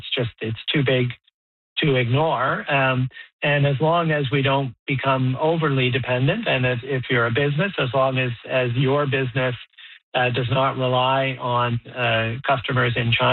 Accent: Canada; as a Canadian

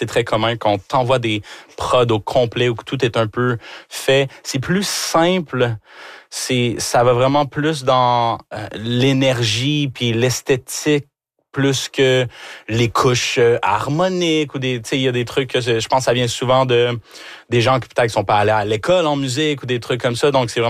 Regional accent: Rouyn-Noranda, Quebec, Canada; moved away as an adult; d'avoir vécu à l'extérieur pour un bon petit bout, ça me fait que sentir plus rouyn-norandien, plus habitibien

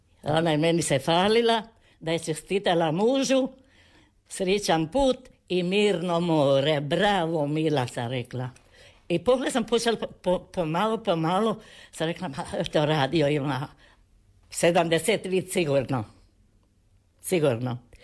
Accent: Rakalj, Istria County, Croatia; born there; rođena sam u Raklju, 1926. godine, 1926.

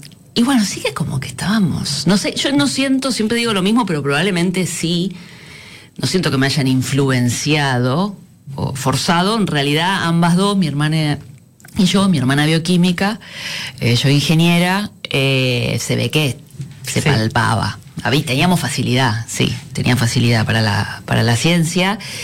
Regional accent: Buenos Aires, Argentina; born there; Nací en Buenos Aires.

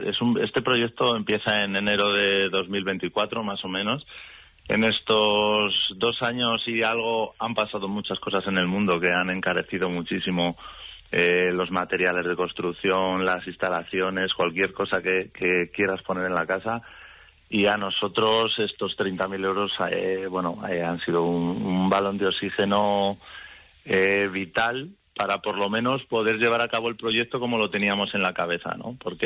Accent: Yebra, Castilla-La Mancha, Spain; Pues lo primero que tengo que decir es que soy un enamorado de mi pueblo y poder hacer un proyecto así en mi pueblo para mí es algo increíble. Y luego, pues, perspectivas, pues intentar que la gente conozca Yebra

